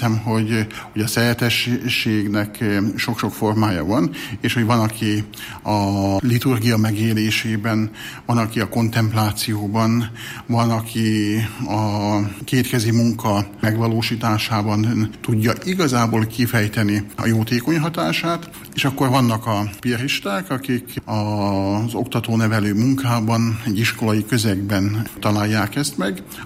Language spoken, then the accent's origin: Hungarian; Szeged, Csongrád-Csanád, Hungary; attól, hogy szegedi vagyok